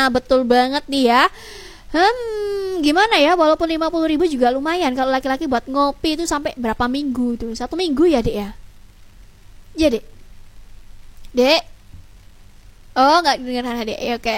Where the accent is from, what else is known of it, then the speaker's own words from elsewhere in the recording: Indonesia; kita juga sebagai warga WNI ini juga ya, plus 62